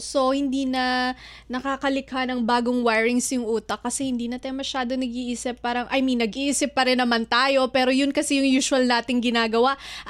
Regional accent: Cagayan Valley, Philippines; super relate as a probinsyana like me from Batanes.

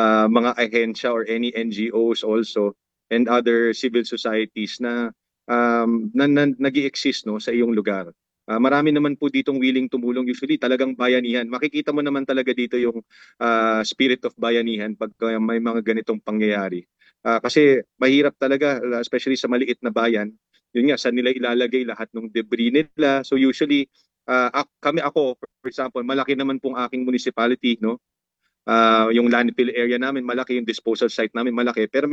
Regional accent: Cagayan Valley, Philippines

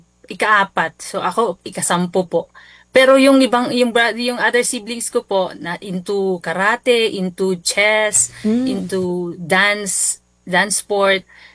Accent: La Trinidad, Cordillera Administrative Region, Philippines; Pantabangan, and Nueva Ecija, and then La Union po. But ito, dito po kami sa Trinidad po talaga na lagi po.

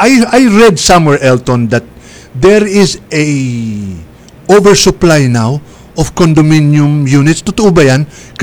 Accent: Pasay, Metro Manila, Philippines; I was born and raised in Pasay City. Sa Villaruel Street. Doon ako lumaki. Malapit sa Cartimar yun.

